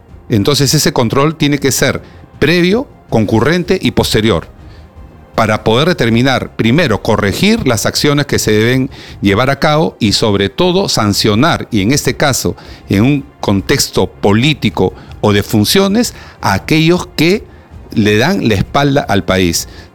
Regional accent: Peru; todos y cada uno de nosotros como peruanos

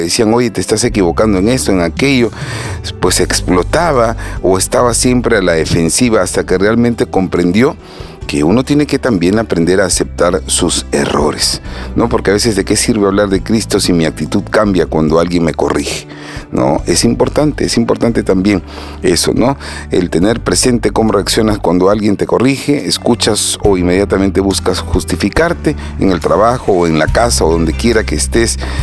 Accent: Peru; por la patria, por nuestro país y para que las cosas buenas lleguen a este hermoso Perú.

